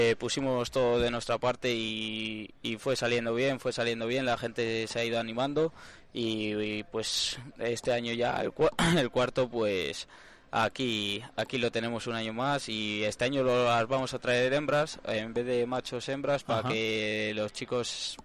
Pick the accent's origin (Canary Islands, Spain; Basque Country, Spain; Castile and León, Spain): Castile and León, Spain; San Esteban de Gormaz; ha pasado por mi pueblo